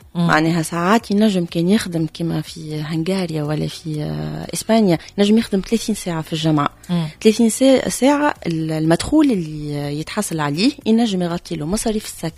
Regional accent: Tunisia; الجامعات البريفي اللي عندنا في تونس.

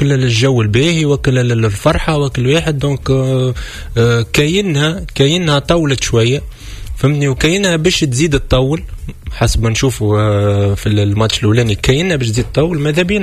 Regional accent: Tunisia; في اسم بلادنا تونس

